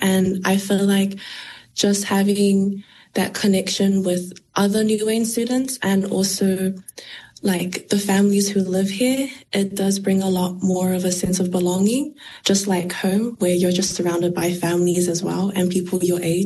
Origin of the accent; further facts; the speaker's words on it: Auckland, New Zealand; moved away as an adult; now in Dunedin, New Zealand; I'm from out of town. I'm from Auckland.